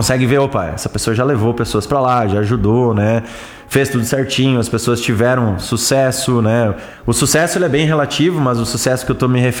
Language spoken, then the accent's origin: Portuguese; São Miguel do Oeste, Santa Catarina, Brazil; moved away; Eu não sou natural de São Miguel, mas eu me considero miguelostino, porque eu vim pra cá com 6 anos de idade.